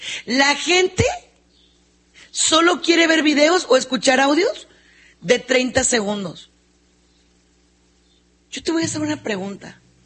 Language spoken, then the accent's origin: Spanish; Mexico; nosotros que somos mexicanos, pues somos muy vigueros, muy groseros.